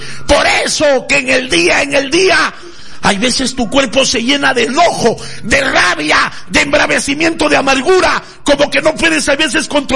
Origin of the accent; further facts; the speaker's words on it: Mexico; now in Tacna, Peru; Dime que soy un mexicano mentiroso, un charlatán, un fanfarrón.